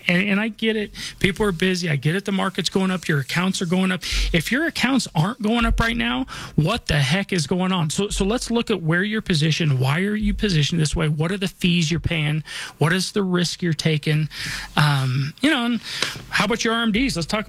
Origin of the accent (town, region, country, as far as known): Denver, Colorado, United States; born or raised there